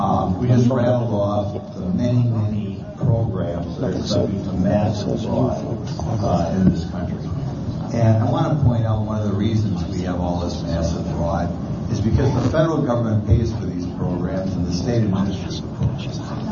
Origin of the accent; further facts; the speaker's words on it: Wisconsin, United States; I'm from Wisconsin, right next door to Minnesota.